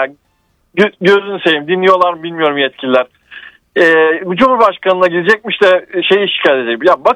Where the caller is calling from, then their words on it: Bursa, Turkey; Bursa'dan arıyorum.